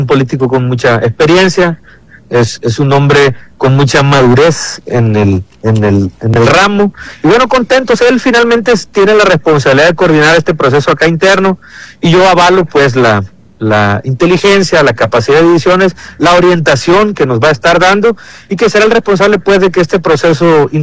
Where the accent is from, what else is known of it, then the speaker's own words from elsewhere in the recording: La Reforma, Sinaloa, Mexico; o vas para la Reforma de donde yo soy